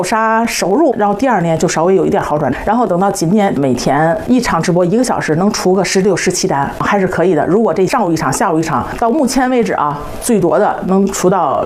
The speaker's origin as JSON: {"language": "Chinese", "area": "Pinggu", "region": "Beijing", "country": "China", "tie": "born or raised there", "said": "我从小吃汤，从小长在平谷，所以我对汤比较了解。"}